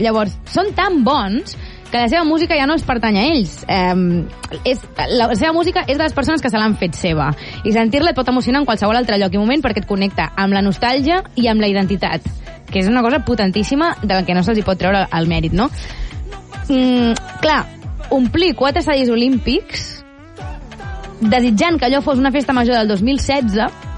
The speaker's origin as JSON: {"language": "Catalan", "region": "Catalonia", "country": "Spain", "said": "com a catalans"}